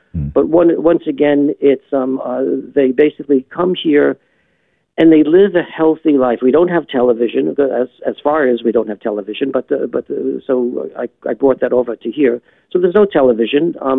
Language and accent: English; New York City, New York, United States; moved away; I'm a city slicker. I'm from Brooklyn